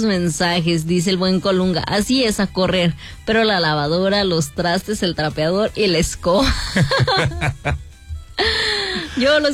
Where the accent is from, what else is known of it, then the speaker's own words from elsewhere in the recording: Mexico; Como todo buen mexicano